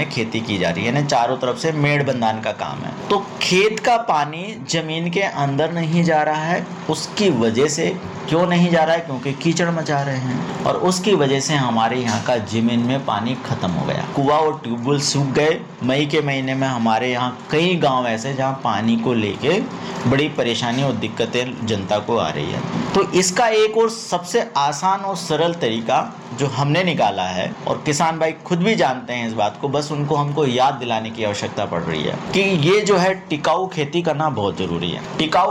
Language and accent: Hindi; Balaghat, Madhya Pradesh, India; जैसा कि हम जानते हैं बालाघाट जो हमारा जिला है